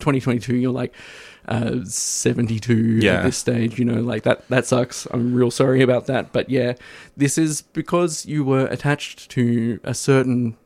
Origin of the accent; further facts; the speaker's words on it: Tasmania, Australia; I grew up in Tasmania.